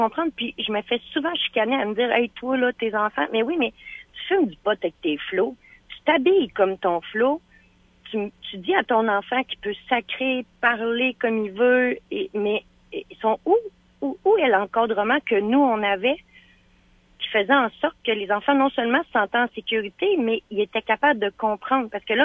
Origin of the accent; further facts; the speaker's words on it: Loretteville, Quebec, Canada; Quand j'étais jeune, là, j'allais à Poly de Loretteville, là.